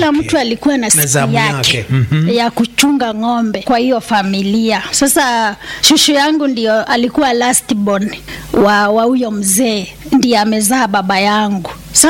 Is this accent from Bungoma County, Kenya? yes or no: no; Machakos County, Kenya; nimeokoka. Yesu ni Bwana, ni mwokozi wa maisha yangu. Nimezaliwa Chawalia, iko Machakos.